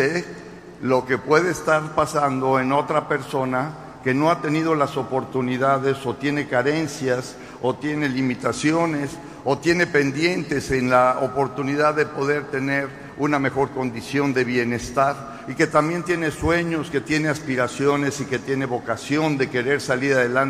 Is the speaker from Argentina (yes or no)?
no; Mexico; somos humanistas mexicanos porque compartimos historia, porque compartimos cultura, costumbres, alimentación, religión, idioma, y nos identificamos como una gran nación que es esta nación mexicana